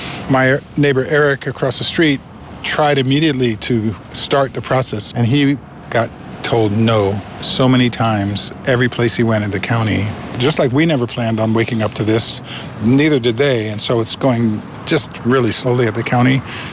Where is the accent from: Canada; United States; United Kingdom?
United States; As an American who is considered a black person, which I'm very proud